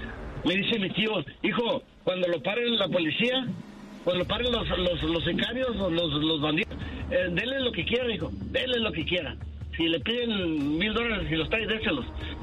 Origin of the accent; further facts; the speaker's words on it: Mexico; moved away; como ciudadano mexicano que he ido a México y que me ha vivido, yo nací en México, viví en México, mi niñez la viví en México